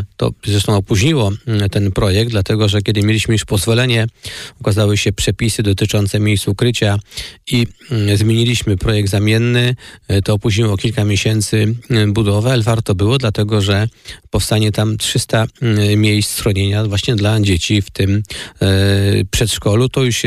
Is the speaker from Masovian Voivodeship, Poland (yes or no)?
yes; Rybno, Masovian Voivodeship, Poland; moved away; also born or lived in Sochaczew; ja pochodzę z ziemi sochaczewskiej, z gminy Rybno